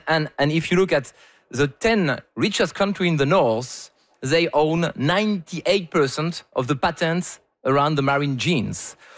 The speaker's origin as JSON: {"language": "English", "country": "France", "second_language": "English", "said": "On the other hand, you know, I come from France and I was in Civit. I come from France."}